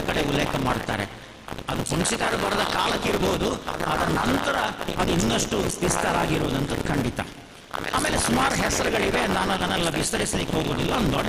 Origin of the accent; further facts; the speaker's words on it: Kasaragod, Kerala, India; now in Puttur, India; ನಾನು 3 ದಶಕಗಳಾಯಿತು ನಾನು ಮೂಲಕ ಕಾಸರಗೋಡಿನವನು ಈ ಪುತ್ತೂರಲ್ಲಿ ನೆಲೆಸಿದ್ದೇನೆ. ನಾನು ಕಾಸರಗೋಡು ಮೂಲದವನು, ಎರಡಕ್ಕೂ ಸ್ವಲ್ಪ ಸಂಬಂಧ ಇದೆ ನನಗೆ